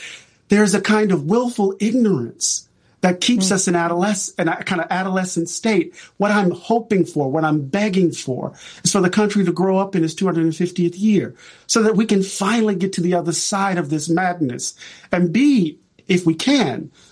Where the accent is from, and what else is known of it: Moss Point, Mississippi, United States; born or raised there